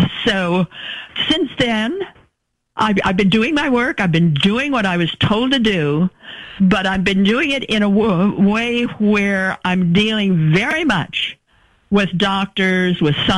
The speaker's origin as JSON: {"language": "English", "region": "Idaho", "country": "United States", "moved": "yes", "said": "back in Idaho, I come from Idaho, state of Idaho."}